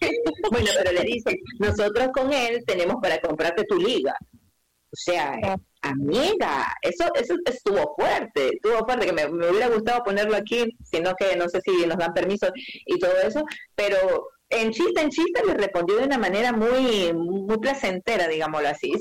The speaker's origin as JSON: {"language": "Spanish", "town": "Guayaquil", "region": "Guayas", "country": "Ecuador"}